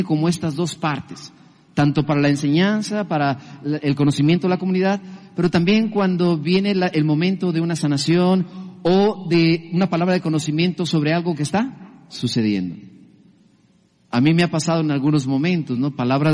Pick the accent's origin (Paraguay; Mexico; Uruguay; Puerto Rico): Mexico; now in Los Angeles, United States; En el año 90 yo regresé a México después de estar aquí 1 año y medio